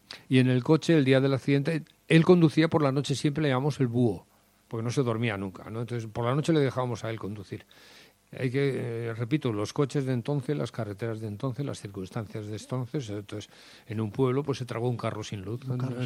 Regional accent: Madrid, Community of Madrid, Spain; also born or lived in Basque Country; Y yo dije, hombre, pues es mi tierra y la verdad es que quiero vivir ahí

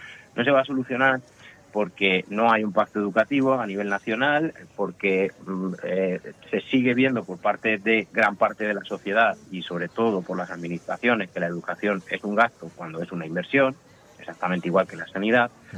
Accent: Leganés, Community of Madrid, Spain; yo por ejemplo, que soy de Leganés

